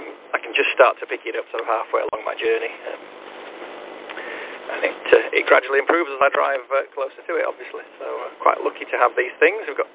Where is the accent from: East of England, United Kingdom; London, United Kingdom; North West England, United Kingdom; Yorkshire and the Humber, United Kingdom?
Yorkshire and the Humber, United Kingdom; now in Douglas, Isle of Man; So you've kind of adopted the local accent a little bit, but I could tell there's an undercurrent of Northern England there. Originally from Yorkshire myself, but I've been on the Isle of Man since 2007, so this is home now. Still very much the north, isn't it?